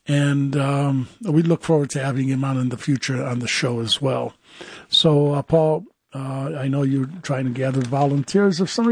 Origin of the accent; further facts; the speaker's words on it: Cleveland, Ohio, United States; I said, I'm from Cleveland. I'm from a big city. This is only Columbus.